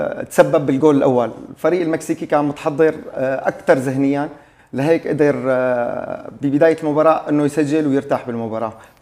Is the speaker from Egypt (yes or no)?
no; Syria; في عنا نحن جمهور سوري